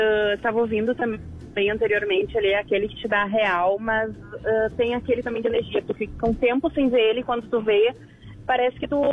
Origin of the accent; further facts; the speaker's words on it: São Jerônimo, Rio Grande do Sul, Brazil; now in Porto Alegre, Brazil; lá de São Jerônimo, que é a minha cidade natal.